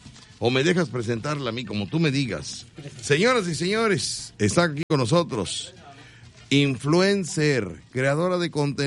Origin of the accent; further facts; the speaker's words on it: Mexico; born there; Yo nací en México